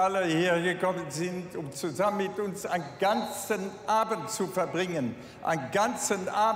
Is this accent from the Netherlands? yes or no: yes; Maastricht, Limburg, Netherlands; Ich komme aus Maastricht.